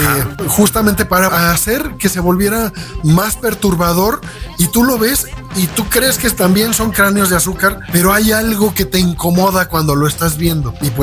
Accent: Mexico

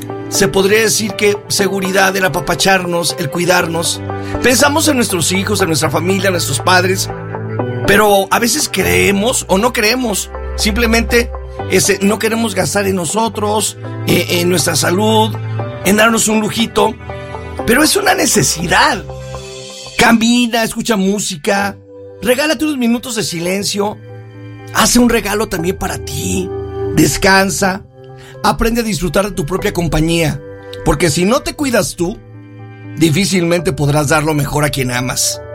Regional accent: Jerez, Zacatecas, Mexico; moved away as an adult; now in Zacatecas, Mexico; Yo lo escuchaba desde Jerez, hombre. Yo soy originario, nací aquí en Zacatecas, pero toda mi vida, bueno, hasta los 18 estuve en Jerez, Zacatecas.

